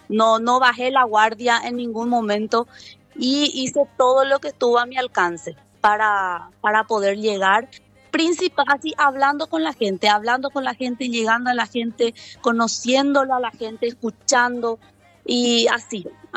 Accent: Paraguay

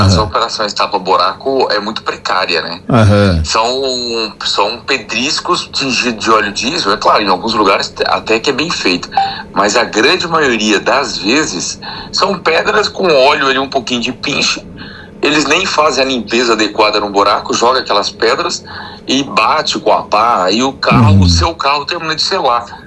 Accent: Paranaíba, Mato Grosso do Sul, Brazil; Sou de Paranaíba.

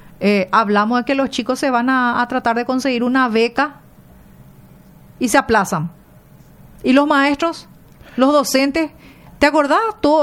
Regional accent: Paraguay; yo soy paraguaya y hablo guaraní.

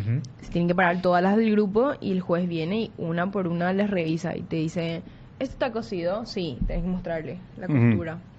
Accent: Paraguay; para mí, que soy paraguaya

